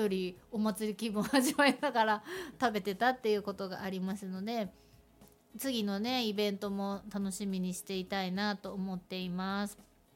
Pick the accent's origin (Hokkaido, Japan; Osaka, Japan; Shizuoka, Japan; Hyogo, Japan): Hokkaido, Japan; Iwamizawa; now in Nemuro, Japan; 私のね生まれ故郷の岩見沢市、北海道の岩見沢市では